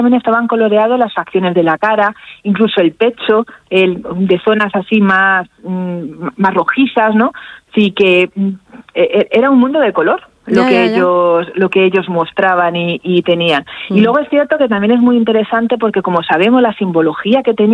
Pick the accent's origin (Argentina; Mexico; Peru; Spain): Spain; Salamanca, Castile and León; yo ya que soy de Salamanca voy a aprovechar.